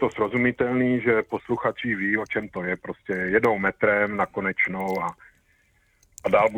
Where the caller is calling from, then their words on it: Vratimov, Moravian-Silesian Region, Czechia; jsem z Vratimova u Ostravy